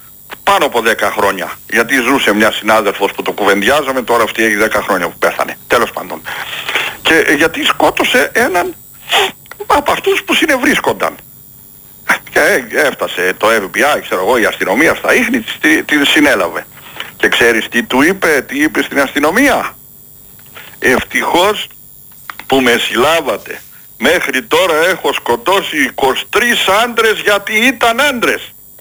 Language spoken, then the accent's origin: Greek; Veltsista, Epirus, Greece; born or raised there